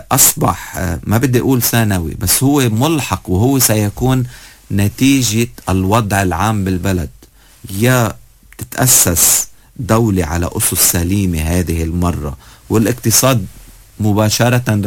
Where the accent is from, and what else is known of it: Lebanon